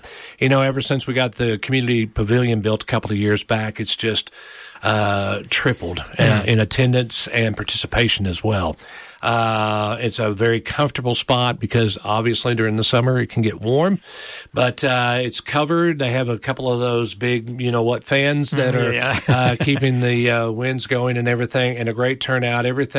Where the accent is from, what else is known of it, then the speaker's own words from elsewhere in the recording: Paragould, Arkansas, United States; Now, I wasn't born in Perigold, but I've been there all but 3 years of my life. So I'm from Perigold.